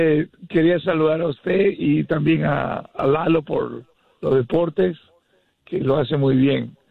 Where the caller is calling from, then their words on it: New York, United States; de Brooklyn